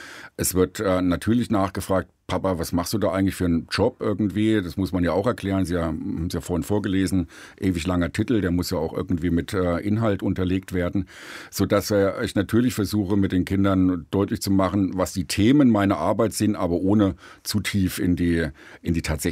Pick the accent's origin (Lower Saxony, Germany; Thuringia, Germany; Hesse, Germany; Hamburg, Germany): Thuringia, Germany; in Halle an der Saale oder in Südthüringen, wo ich herkomme, also im ehemaligen Bezirk Suhl, war die Grenze da und das Leben war in der DDR vorgeformt bzw. vorgeprägt.